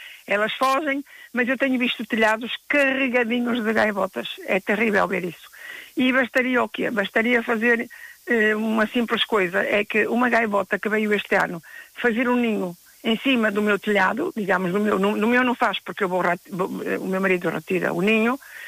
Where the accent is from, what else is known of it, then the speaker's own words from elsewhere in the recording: North, Portugal; É, por isso que nós somos do norte, nós somos nortenhos, nós somos terríveis, nós somos revolucionários